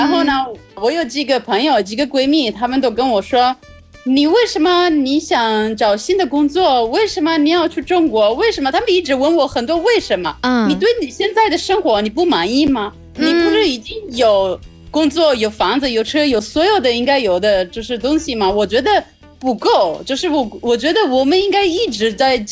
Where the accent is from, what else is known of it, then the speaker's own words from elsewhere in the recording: Italy; moved away; 来自意大利。